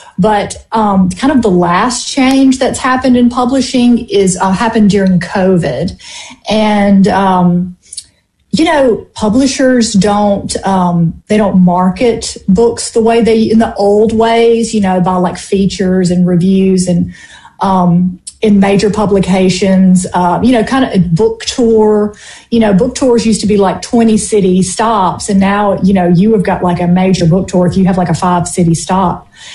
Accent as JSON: {"language": "English", "region": "Mississippi", "country": "United States", "said": "I'm from the Mississippi Delta. There's not a whole lot to do."}